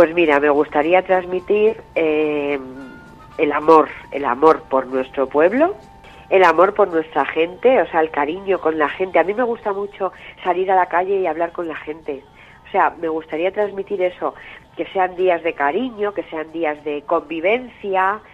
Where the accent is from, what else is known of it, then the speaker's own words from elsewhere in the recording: Alpedrete, Community of Madrid, Spain; Me siento muy alpedreteña. Me gustan mucho mis fiestas, me gusta mucho mi pueblo